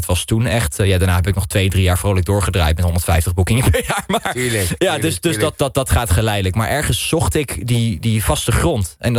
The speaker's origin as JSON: {"language": "Dutch", "town": "Castricum", "region": "North Holland", "country": "Netherlands", "said": "Ik ben dus niet, zoals jullie twee, christelijk opgevoed. Dus ik kom uit Castricum. En Castricum is in de jaren 60 eigenlijk meteen geseculariseerd."}